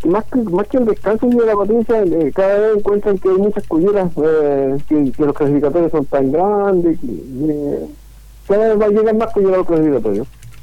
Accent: Puerto Montt, Los Lagos, Chile; yo soy sureño, yo soy de Puerto Montt, y en Puerto Montt y el sur mucho

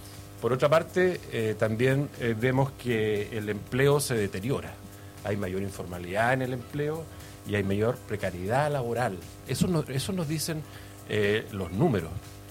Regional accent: Coronel, Biobío, Chile; soy nacido y criado en Coronel

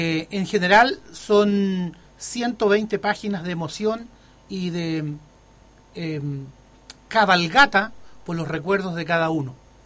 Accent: Yungay, Ñuble, Chile; also born or lived in Concepción / United States; estoy orgulloso del pueblo donde nací. Nací el 23 de agosto de 1967 en la ciudad de Yungay, región de Ñuble actual. Estudié en la escuela rural El Roble, donde aún vive mi mamá. Continué mis estudios en el liceo A17 de Yungay

